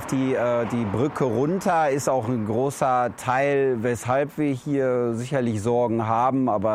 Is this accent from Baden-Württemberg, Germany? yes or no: no; Lüdenscheid, North Rhine-Westphalia, Germany; Ich bin in Lüdenscheid geboren, also auch hier ansässig. Kenne mit meinen 33 Jahren auch andere Zeiten.